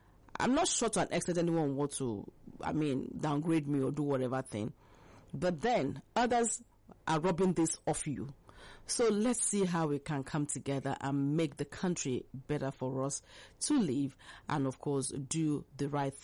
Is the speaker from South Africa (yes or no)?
no; Nigeria; I am a Nigerian, a full-fledged, and I want to remain so.